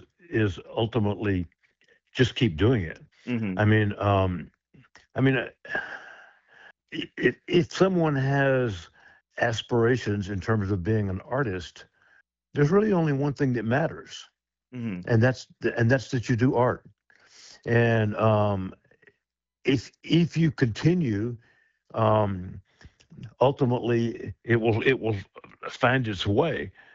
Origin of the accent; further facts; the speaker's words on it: the South, United States; And growing up in the South, it's like in the South, the Civil War almost never ended.